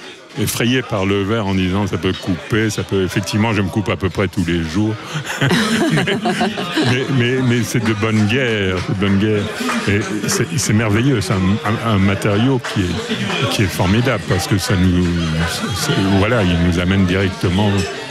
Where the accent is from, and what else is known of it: Fleurus, Wallonia, Belgium; born or raised there